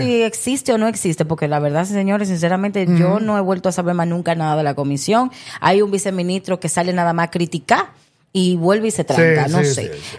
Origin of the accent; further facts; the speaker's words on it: Dominican Republic; Pero tú eres dominicano y somos dominicanos